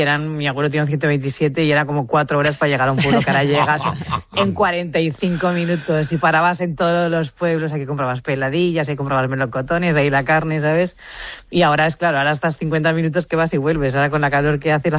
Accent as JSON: {"language": "Spanish", "town": "Sot de Chera", "region": "Valencian Community", "country": "Spain", "said": "Yo siempre digo que soy de Sot de Chera porque me siento de allí, porque cuando ahora ya no tanto, pero antes cuando éramos pequeños"}